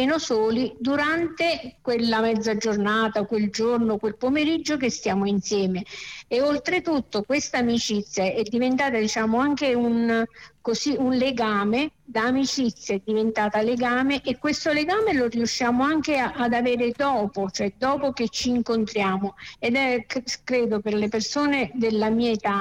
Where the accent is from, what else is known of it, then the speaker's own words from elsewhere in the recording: Pontelandolfo, Campania, Italy; Sì, io vengo da Ponte Landolfo, che è un paesino della provincia di Benevento.